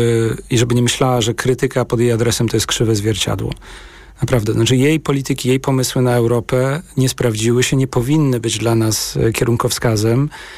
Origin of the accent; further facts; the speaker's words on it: United Kingdom; Polish is a second language; że tracę kontrolę jako Brytyjczyk, brytyjski obywatel